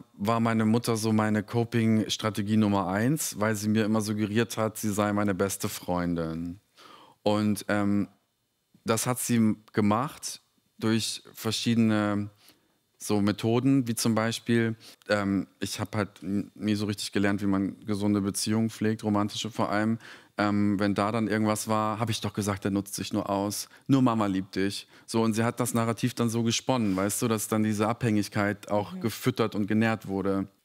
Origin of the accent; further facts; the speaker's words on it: Serbia; ich komme aus Serbien. Wir sind sehr konservativ, was sagt deine Familie?